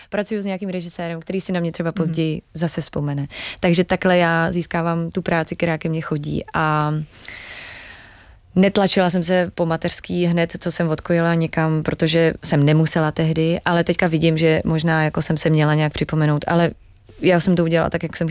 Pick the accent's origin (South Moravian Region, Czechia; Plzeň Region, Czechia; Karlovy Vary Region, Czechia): Karlovy Vary Region, Czechia; Cheb; moved away; já pocházím z Chebu